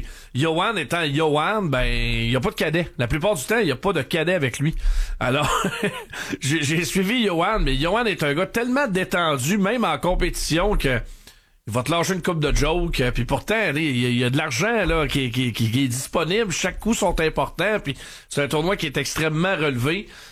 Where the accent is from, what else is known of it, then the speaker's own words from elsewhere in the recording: Victoriaville, Quebec, Canada; M'aller faire un petit tour dans mon patelin à Victo